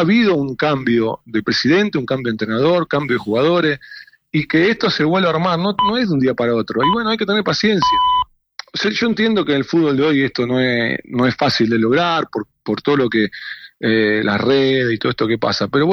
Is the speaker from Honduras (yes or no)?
no; Argentina; que el 100% de los argentinos nos sentimos identificados con lo que ellos hacen. Porque nosotros somos eso, los argentinos.